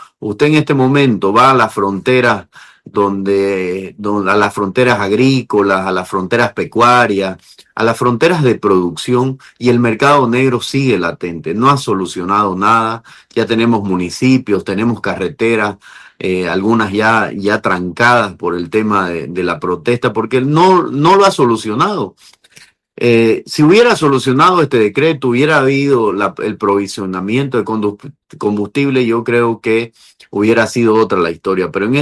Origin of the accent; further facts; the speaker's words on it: Bolivia; nosotros tenemos que ser sinceros como boliviano